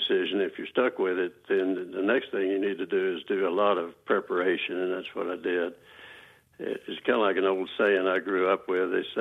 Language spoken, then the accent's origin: English; Texas, United States; born or raised there